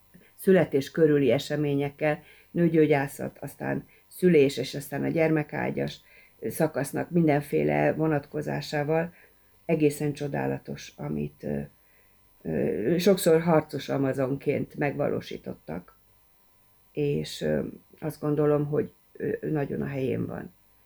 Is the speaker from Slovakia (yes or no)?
no; Hungary; moved away as an adult; also born or lived in Frankfurt, Germany; hogy magyarok vagyunk